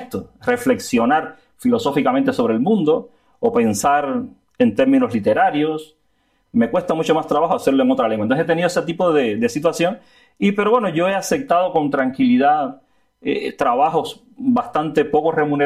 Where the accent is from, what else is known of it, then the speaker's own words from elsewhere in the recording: Cuba; moved away as an adult; now in Bilbao, Spain; los españoles son ustedes, o sea, tú, mi hija, son los españoles, yo soy cubano.